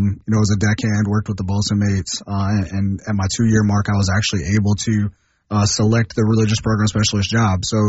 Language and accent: English; Florida, United States; She's actually from Brevard as well, my hometown. So swooped her off her feet, took her down to Florida with me.